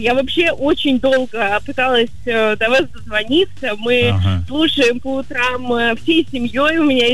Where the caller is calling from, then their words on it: Korolyov, Moscow Oblast, Russia; я из Королева.